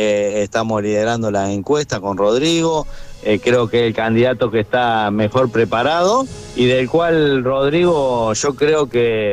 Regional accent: Arias, Córdoba, Argentina; also born or lived in Venado Tuerto; No, de Arias.

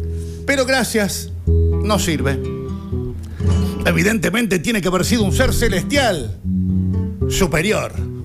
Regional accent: Córdoba, Argentina; accent: Cordoban; de locutor te van dando herramientas y vas eliminando un poco la tonada. Ya. A donde voy me dicen, sos cordobés, o sea, sí, imagínate.

